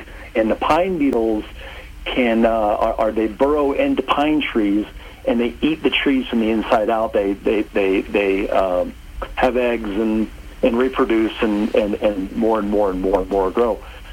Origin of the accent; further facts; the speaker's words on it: Texas, United States; also born or lived in Oklahoma; I was born in Oklahoma and I grew up in Texas.